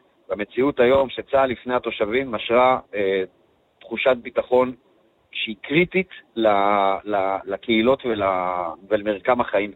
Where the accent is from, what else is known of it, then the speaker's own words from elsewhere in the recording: Northern Israel, Israel; אצלנו בצפון